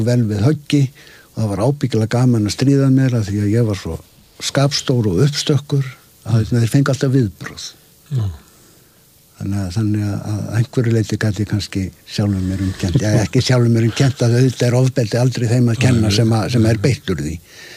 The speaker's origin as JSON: {"language": "Icelandic", "town": "Reykjavík", "region": "Capital Region", "country": "Iceland", "said": "Ég segi stundum sko að hérna ég er ekki gablari. Ég er of aðfluttur til þess. En segi stundum sko ég er Hafnfirðingur allstaðar nema í Hafnarfirði. Þar ég Reykvíkingur."}